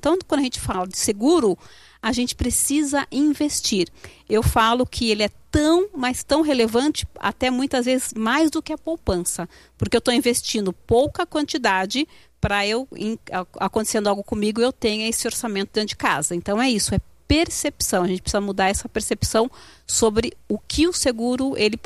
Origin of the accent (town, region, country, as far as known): Brazil